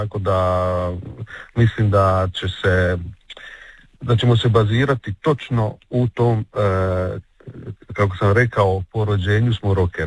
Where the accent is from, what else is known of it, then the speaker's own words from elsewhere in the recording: Dalmatia, Croatia; now in Zagreb, Croatia; ali svi smo u Zagrebu, evo, znači manje više svi Dalmatinci na privremenom radu u Zagrebu